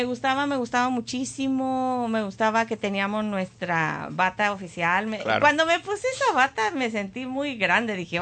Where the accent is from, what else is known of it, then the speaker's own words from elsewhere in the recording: Mexico; moved away; En ese entonces, pues, estaba en mi país